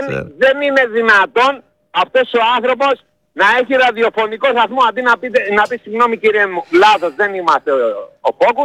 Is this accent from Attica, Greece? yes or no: yes; Piraeus, Attica, Greece; Εντάξει, εγώ δεν είμαι από εδώ. Εγώ είμαι νότιος κάτω, από τον Πειραιά είμαι.